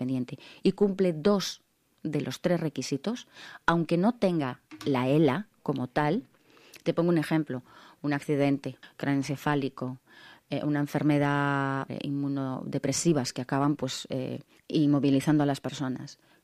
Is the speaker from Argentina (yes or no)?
no; Spain; Yo creo que en España tenemos un lenguaje muy amplio que no utilizamos todos al 100%.